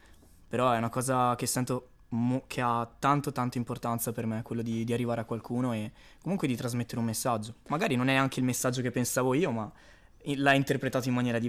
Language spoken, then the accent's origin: Italian; Trento, Trentino-Alto Adige, Italy; also born or lived in Apulia; vengo da Trento, di origine pugliese in realtà